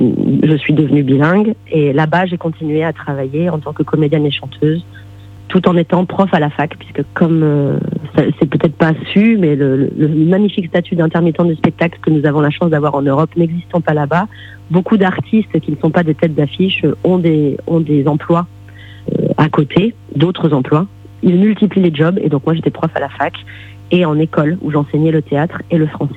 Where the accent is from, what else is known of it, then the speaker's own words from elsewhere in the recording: Grignols, Nouvelle-Aquitaine, France; moved away as an adult; also born or lived in Paris / New York; je suis périgourdine, pas de naissance, mais de cœur, puisque j'ai grandi à Grignoles, en Dordogne, à côté de Saint-Astier.